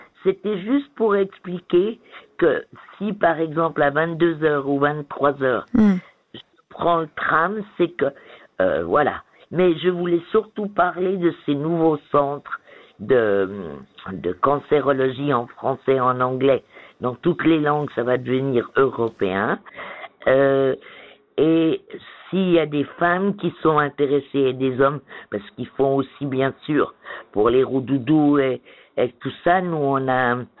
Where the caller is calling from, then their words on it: Vaud, Switzerland; Je suis une vraie vaudoise.